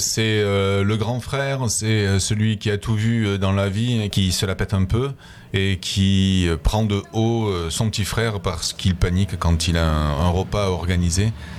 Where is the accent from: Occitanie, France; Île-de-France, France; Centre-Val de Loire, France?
Occitanie, France; Toulouse; je suis originaire de Toulouse et un chanteur toulousain fameux … a bercé mon enfance.